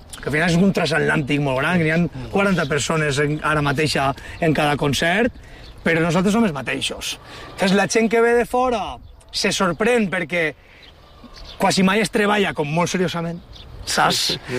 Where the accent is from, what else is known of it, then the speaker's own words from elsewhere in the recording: Valencian Community, Spain; la cosa tan personal que tenim nostra com a valencians